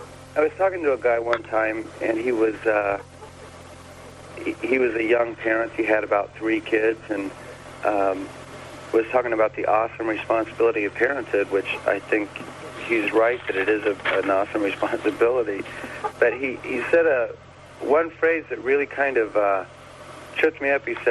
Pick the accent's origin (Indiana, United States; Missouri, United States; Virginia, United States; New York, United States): Indiana, United States; I grew up in Indiana, which is, in Indiana they consider themselves Midwesterners. And I realized that I really miss the Midwest.